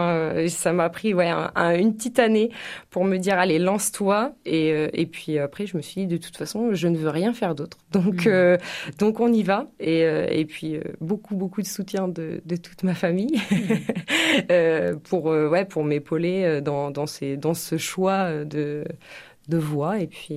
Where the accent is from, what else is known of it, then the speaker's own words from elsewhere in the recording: Normandy, France; moi je suis originaire de Normandie, donc je suis rentrée par là